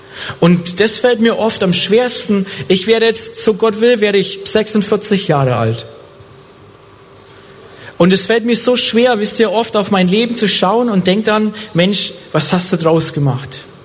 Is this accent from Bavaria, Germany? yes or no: yes; Bavaria, Germany; also born or lived in Swabia; Aber ich bin und bleib ein Franke.